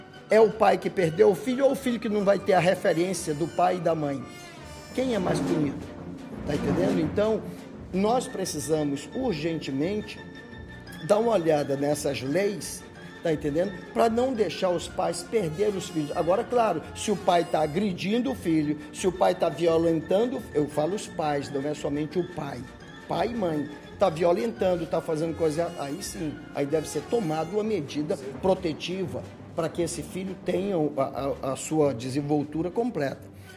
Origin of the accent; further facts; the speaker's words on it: Roraima, Brazil; Eu sou de Roraima, então eu tenho que trabalhar pelo Estado de Roraima.